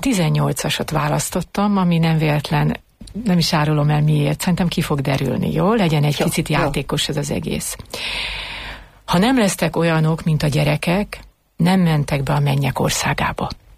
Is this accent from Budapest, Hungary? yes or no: no; Siófok, Somogy, Hungary; moved away; egy darabig mi új helyen laktunk, és utána költöztünk Siófokra, és ott kereszteltettem meg magamat